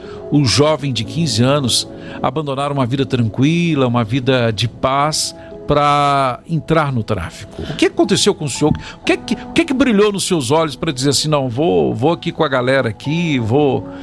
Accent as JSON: {"language": "Portuguese", "region": "Minas Gerais", "country": "Brazil", "said": "Talvez fica muito difícil para nós que somos de Minas entender um pouquinho a realidade do Rio de Janeiro."}